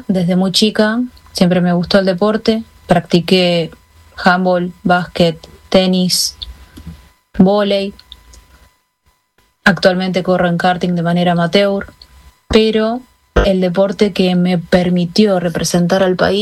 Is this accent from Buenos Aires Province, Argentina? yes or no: yes; Sarandí, Buenos Aires Province, Argentina; tengo 33 años, soy de Sarandí, Avellaneda, provincia de Buenos Aires